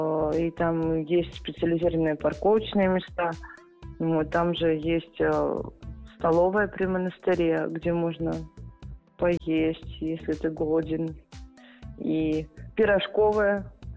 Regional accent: Moscow, Russia; born there; Я родилась в Москве, и могу сказать, что достойно и очень уютно и комфортно.

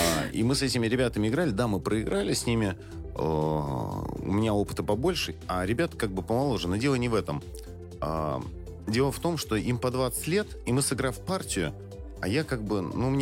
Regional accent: Chelyabinsk, Chelyabinsk Oblast, Russia; я просто вырос в Челябинске

